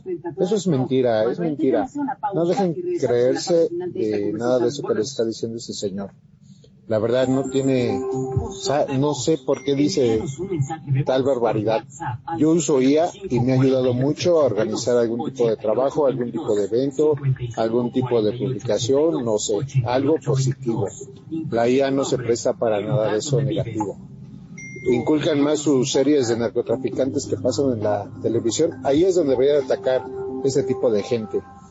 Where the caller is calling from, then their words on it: Mexico City, Mexico; de la Ciudad de México.